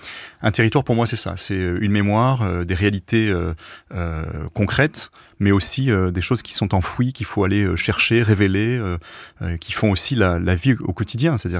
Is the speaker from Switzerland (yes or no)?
no; Marseille, Provence-Alpes-Côte d'Azur, France; born there; moi je suis né à Marseille, de parents qui étaient eux-mêmes nés en Tunisie, et qui sont arrivés en France au début des années 60